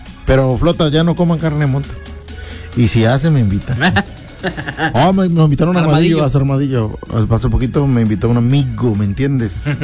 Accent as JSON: {"language": "Spanish", "country": "Mexico", "said": "somos mexicanos, celebramos el orgullo de ser mexicano"}